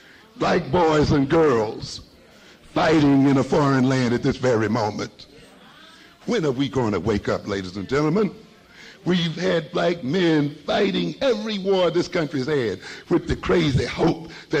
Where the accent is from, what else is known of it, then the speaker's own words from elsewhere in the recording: Mississippi, United States; I was a boy growing up in Mississippi